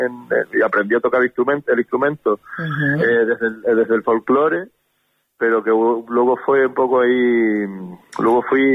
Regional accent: Fuerteventura, Canary Islands, Spain; now in Gran Canaria, Spain; dijiste que soy gran canario, pero bueno, yo realmente soy majorero.

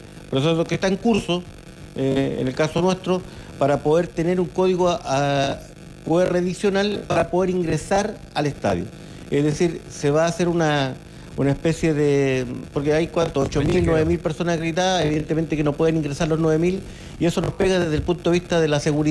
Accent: Chile; uno como chileno, hasta emocionante poder ser partícipe de un partido de esa laya

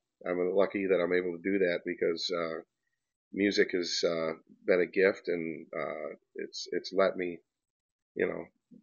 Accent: Marseilles, Illinois, United States; also born or lived in Kansas City; now in Ottawa, United States; Well, I grew up in Marseilles, went to Marseilles High School, back when Marseilles had a high school. And, you know, pretty much I've always had ties to Marseilles, no matter where I've lived.

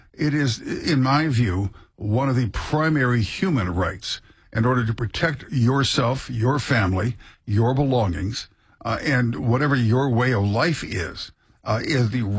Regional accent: Chicago, Illinois, United States; I grew up in Chicago

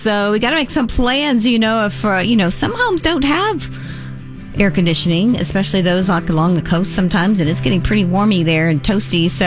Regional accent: Houston, Texas, United States; You remember, I came from Houston, and so by, like, I don't know, into April, 1st of May, it's like 95 and 100% humidity.

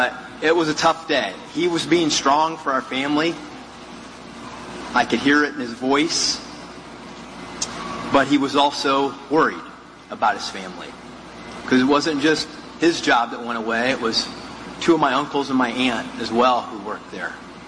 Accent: Ohio, United States; I remember when I was growing up in Ohio, and in the 80s and 90s, and this state was dying.

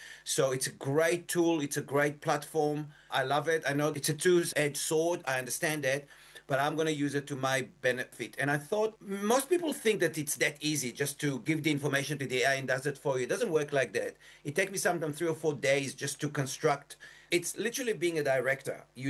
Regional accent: Yad Mordechai, Southern District, Israel; born or raised there

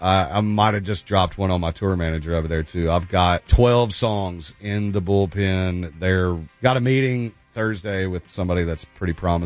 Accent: Hendersonville, Tennessee, United States; now in Cheatham County, United States; We live out in Cheatham County now, but we're on about 8 acres out there. And I was born and raised in Hendersonville. I love it out there.

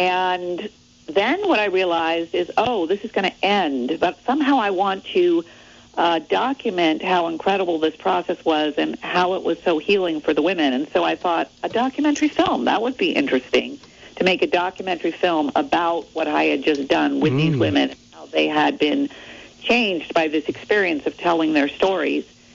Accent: Middlebury, Vermont, United States; Yeah, well, I grew up in Middlebury, Vermont. My dad was the dean of Middlebury College, so I grew up with, and he was a philosopher.

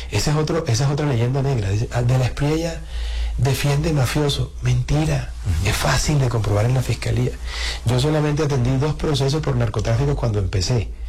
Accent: Montería, Córdoba, Colombia; also born or lived in Bogotá / Barranquilla; Yo también soy monteriana.

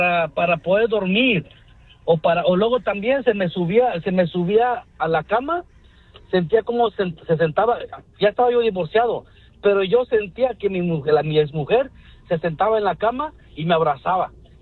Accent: Morelos, Mexico; Que me escucho medio italiano, pero soy mexicano.

